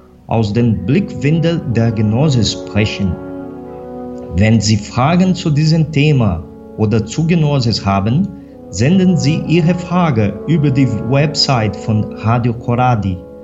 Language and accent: German; Brazil; ich bin Brasilianer.